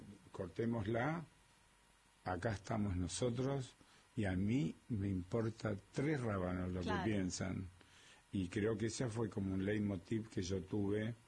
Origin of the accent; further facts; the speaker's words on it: Tostado, Santa Fe, Argentina; also born or lived in Santo Tomé, Santa Fe / Villa Carlos Paz, Córdoba; Primero yo nací en Tostado, de Tostado nos fuimos a Santo Tomé, Santa Fe.